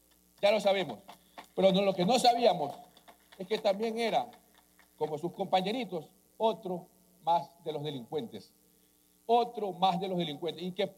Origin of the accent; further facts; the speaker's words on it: Guayaquil, Guayas, Ecuador; hoy estoy hablando como un guayaquileño